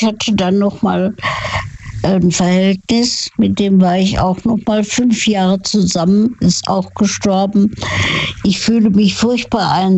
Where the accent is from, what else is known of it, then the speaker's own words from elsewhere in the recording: Saarland, Germany; Ich komme aus dem Saarland.